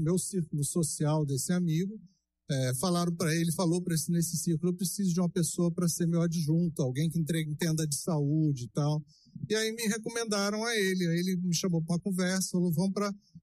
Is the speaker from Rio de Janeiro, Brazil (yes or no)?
yes; Volta Redonda, Rio de Janeiro, Brazil; moved away as an adult; also born or lived in Brasília; now in Silvânia, Brazil; eu sou de Volta Redonda, estado do Rio. Eu fiz medicina veterinária na Universidade Federal Rural do Rio de Janeiro. Me formei em 1979, fui para Brasília